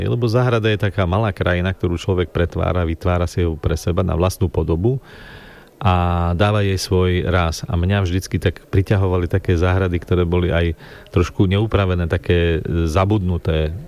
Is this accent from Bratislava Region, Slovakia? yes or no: no; Černová, Žilina Region, Slovakia; also born or lived in Ružomberok; narodil som sa v Ružomberku, býval som v Černovej celé svoje detstvo vlastne na dedine